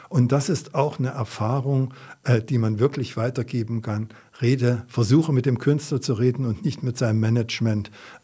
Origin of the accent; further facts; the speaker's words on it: Leipzig, Saxony, Germany; born there; was wir natürlich auch aus der DDR mitgebracht haben, ich bin ja in Leipzig geboren